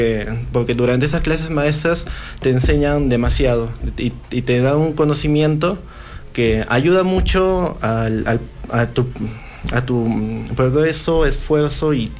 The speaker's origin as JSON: {"language": "Spanish", "town": "Juliaca", "region": "Puno", "country": "Peru", "tie": "born or raised there", "moved": "as an adult", "said": "Yo soy de Juliaca. Soy yo originario de Juliaca. Empecé tocando en Juliaca y bueno, en el año 2023 me mudé acá y ahora estoy empezando esta nueva vida acá."}